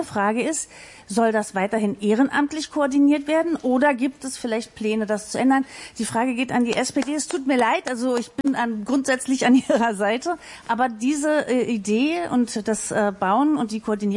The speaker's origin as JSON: {"language": "German", "region": "Berlin", "country": "Germany", "said": "ich bin aus Schöneberg"}